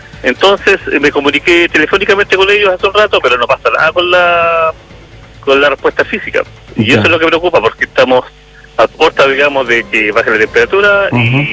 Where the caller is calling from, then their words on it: Chile; yo soy de Jardines de la República, de ahí en Los Condel, ahí cerca del centro.